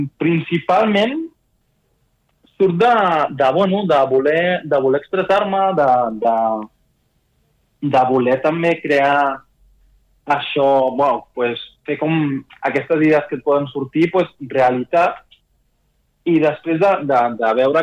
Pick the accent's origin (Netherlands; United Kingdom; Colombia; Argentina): Argentina; now in Barcelona, Spain; Es podria dir que soc argentí i català també, perquè al final, després d'haver estudiat aquí, haver fet l'universitat i tot, va ser com molt fàcil introduir-me a la cultura d'aquí